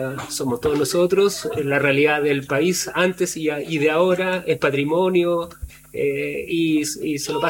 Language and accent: Spanish; Chile; y es lo que nos da identidad y lo que nos da forma de ser como latinoamericano y como chileno